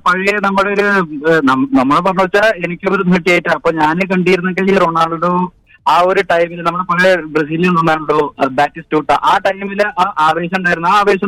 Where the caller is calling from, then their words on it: Pattambi, Kerala, India; നാട്ടില് പട്ടാമ്പി.